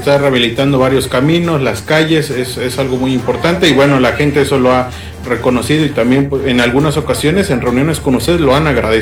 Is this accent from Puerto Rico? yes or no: no; Mexico; el mes más mexicano de todos nosotros.